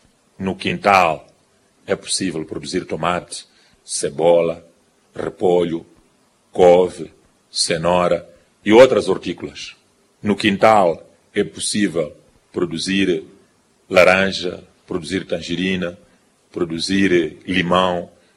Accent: Mozambique; nós aqui mesmo, como moçambicanos

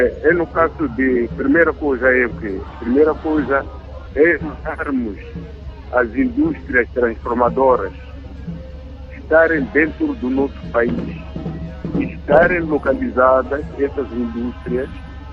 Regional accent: Mozambique; É que nós todos somos moçambicanos.

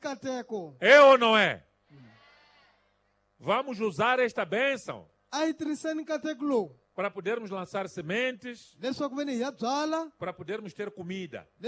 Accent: Mozambique; Vamos nos unir como moçambicanos, respeitando a diferença.

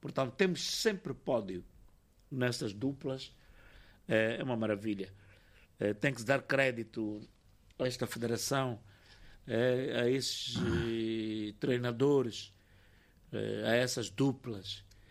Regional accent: Vilanculos, Inhambane, Mozambique; Está lá na minha terra. Está nossa. Está em Vilanculos a passar férias, né?

